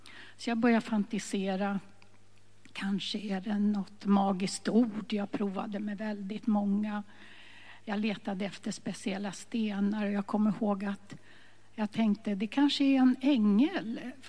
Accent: Stockholm, Stockholm County, Sweden; born or raised there

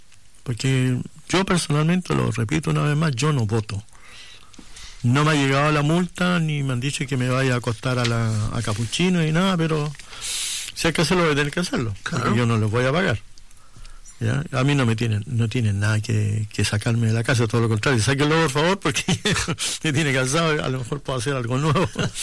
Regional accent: Chile; yo soy chileno y no voy a negar mi nacionalidad, mi condición de chileno.

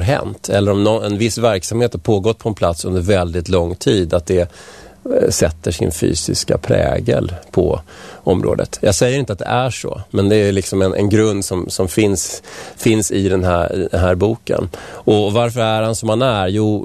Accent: Vällingby, Stockholm County, Sweden; also born or lived in Strängnäs; now in Nacka, Sweden

